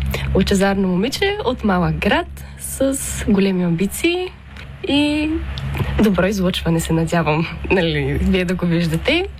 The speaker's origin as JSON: {"language": "Bulgarian", "region": "Stara Zagora Province", "country": "Bulgaria", "tie": "born there", "said": "Може би бих избрала Стара Загора, защото ще бъда най-близко до моите приятели, до моето семейство и до родния ми край, разбира се."}